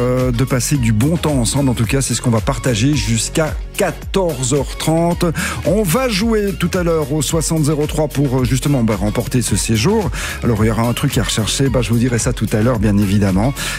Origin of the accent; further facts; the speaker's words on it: Belgium; nous revenons chez nous en Belgique.